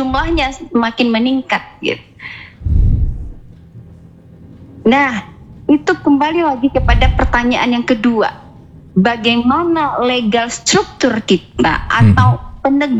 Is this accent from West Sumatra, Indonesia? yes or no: yes; Padang, West Sumatra, Indonesia; saya orang Padang, itu memang masyarakat Minang itu adalah masyarakat yang penuh dengan adat